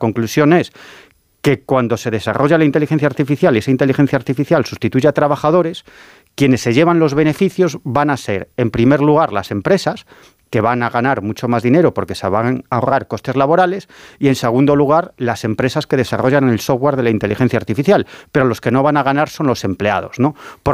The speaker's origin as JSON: {"language": "Spanish", "region": "Galicia", "country": "Spain", "said": "en Occidente estamos, como decimos en mi tierra, a velas vir, en gallego."}